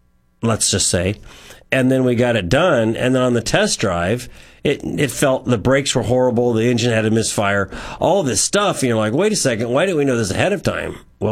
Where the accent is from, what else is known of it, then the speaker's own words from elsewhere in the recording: United States; at least as an American